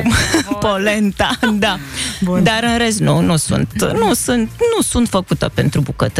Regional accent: Focșani, Vrancea County, Romania; La noi în Moldova, acolo, la Focșani, de unde sunt eu deloc, cum se zice, se mănâncă multă polenta

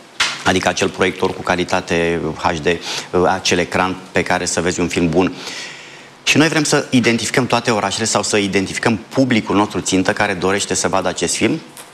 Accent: Topolog, Tulcea County, Romania; chiar am vorbit cu la mine în comuna Topoloc, de unde sunt eu

